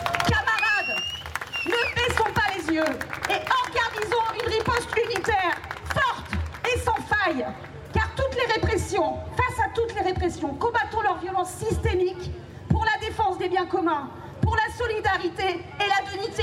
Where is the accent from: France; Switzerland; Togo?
France; Brittany; je viens du Morbihan.